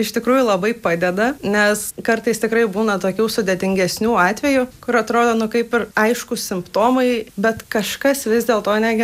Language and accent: Lithuanian; Pasvalys, Panevėžys County, Lithuania; gimiau ir augau Pasvaly, vasaras leisdavau kaime pas močiutę